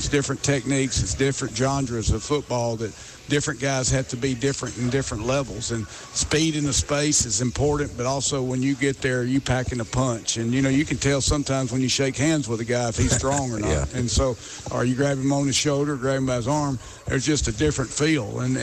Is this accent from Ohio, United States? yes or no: no; Pine Bluff, Arkansas, United States; I played at UAM. I'm from Pine Bluff, Arkansas